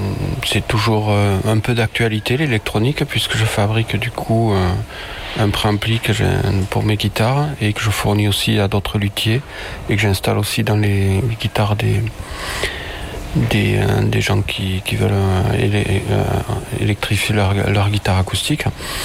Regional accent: Occitanie, France; now in Millau, France; je tenais absolument à rester sur Millau puisque c'était une région que j'adore, quoi. Je suis moi-même lotois d'origine, donc je suis un peu voisin. Disons que j'étais venu sur Millau finalement pour... c'est l'attrait du vol libre, je faisais du deltaplane. Et donc je me suis installé à Millau pour ça.

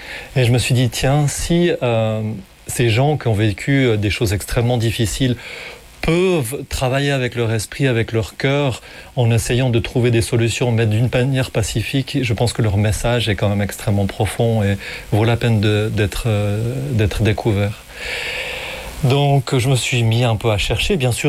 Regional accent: Fribourg, Switzerland; born there; also born or lived in Geneva

